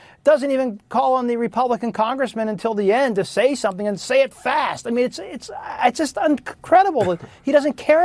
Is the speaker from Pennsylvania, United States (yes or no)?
yes; Allentown, Pennsylvania, United States; He was just in my hometown of Allentown yesterday, Macungie, Pennsylvania